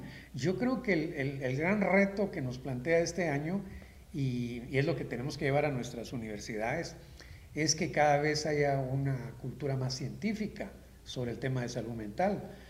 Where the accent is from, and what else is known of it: Guatemala